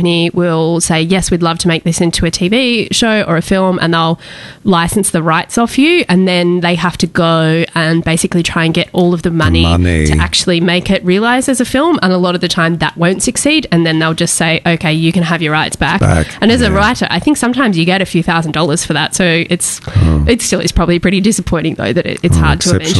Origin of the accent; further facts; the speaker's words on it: Mount Eliza, Victoria, Australia; also born or lived in Seaford, Victoria; I grew up sort of in Seaford and then in Mount Eliza on the Mornington Peninsula between those two places when my parents split up.